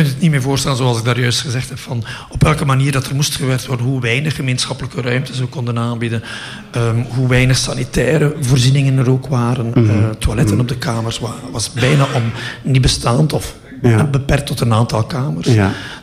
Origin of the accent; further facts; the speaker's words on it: Bruges, Flanders, Belgium; also born or lived in Lendelede / Wingene; ik ben een Bruggeling